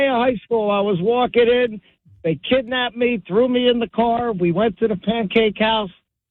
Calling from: Mottville, United States; from Mottville.

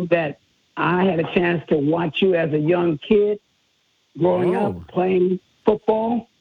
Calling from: Ville Platte, Louisiana, United States; I'm from Ville Platte, Louisiana, Ville Platte High School.

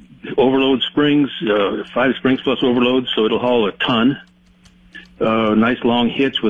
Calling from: Howells, Nebraska, United States; I'm from Howells, Nebraska.

